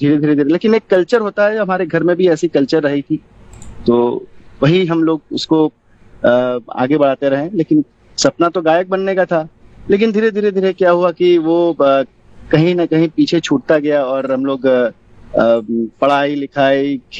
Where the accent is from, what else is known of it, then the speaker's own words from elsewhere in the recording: Varanasi, Uttar Pradesh, India; born there; हमारे वहाँ पे बनारस में एक छोटी सी स्कूल थी गीताली करके